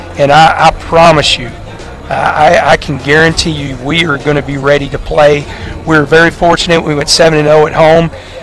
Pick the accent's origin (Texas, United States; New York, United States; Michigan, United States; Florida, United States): Texas, United States; I grew up in the state. I was born in the state.